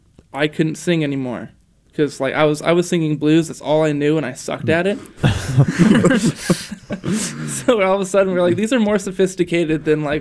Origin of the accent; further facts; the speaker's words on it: Wisconsin, United States; moved away as an adult; also born or lived in Memphis; now in Belvidere, United States; I'm 17 years old, going to graduate high school. I live up in Wisconsin